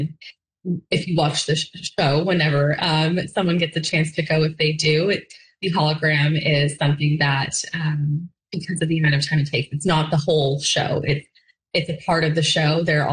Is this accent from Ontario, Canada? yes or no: yes; Brampton, Ontario, Canada; I growing up in Brampton